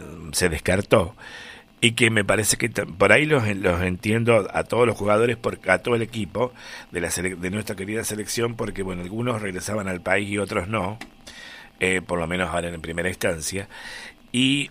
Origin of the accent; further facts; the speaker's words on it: Argentina; si nos pasa a nosotros como argentinos